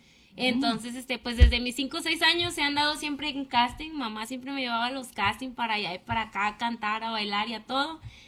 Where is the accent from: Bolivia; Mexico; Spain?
Mexico; Juárez, Nuevo León; Yo soy de Paraje Juárez, un poquito mejor. Ahí no hay tantos baches